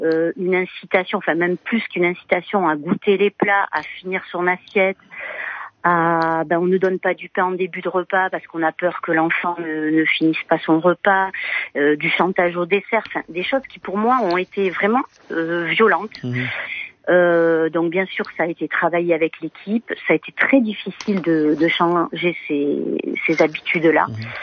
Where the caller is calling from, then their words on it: Ciboure, Nouvelle-Aquitaine, France; De Cibourg, dans le 64.